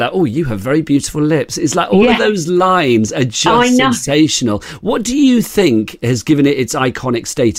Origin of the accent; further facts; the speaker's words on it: Brighton, South East England, United Kingdom; Obviously coming to Brighton as well. I mean, you know, it's my hometown.